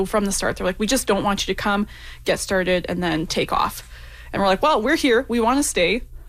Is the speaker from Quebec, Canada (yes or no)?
no; Fairview, Alberta, Canada; I grew up in Fairview, Alberta, which is a little northern community, just about an hour from Grand Prairie.